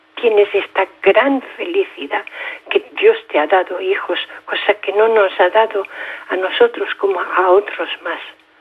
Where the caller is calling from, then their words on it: Cerdanyola del Vallès, Catalonia, Spain; yo vivo en Cerdanyola, nosotros vivimos en Cerdanyola.